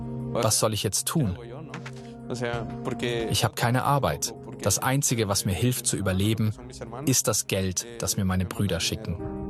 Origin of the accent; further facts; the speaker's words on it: Guatemala City, Guatemala Department, Guatemala; moved away as an adult; Ich bin 30 Jahre alt. Ich komme aus der Hauptstadt Guatemalas.